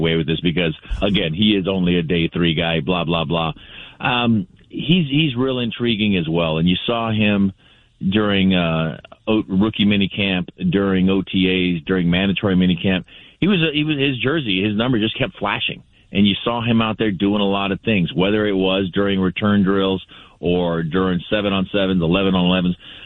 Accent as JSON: {"language": "English", "town": "Barstow", "region": "California", "country": "United States", "tie": "born or raised there", "said": "I was going to Raider games in the late 80s on a credential when I was in junior college for my hometown newspaper, the Barstow Desert Dispatch."}